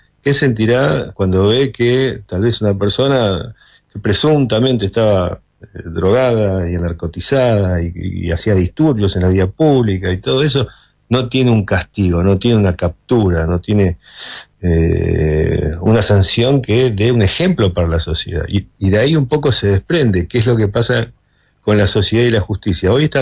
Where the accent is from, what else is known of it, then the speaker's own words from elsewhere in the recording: Argentina; somos argentinos